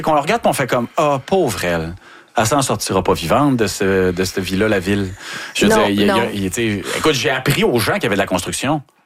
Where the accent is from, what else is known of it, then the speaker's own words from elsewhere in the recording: La Baie, Quebec, Canada; Effectivement, je viens de Ville de la Baie.